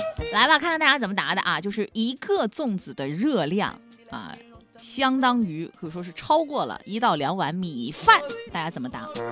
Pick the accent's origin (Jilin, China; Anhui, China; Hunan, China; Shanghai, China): Hunan, China; 作为一个湖南人